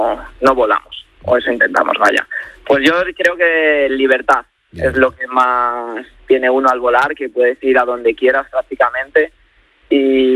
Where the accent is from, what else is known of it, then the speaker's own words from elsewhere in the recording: Benavente, Castile and León, Spain; Soy de Benavente.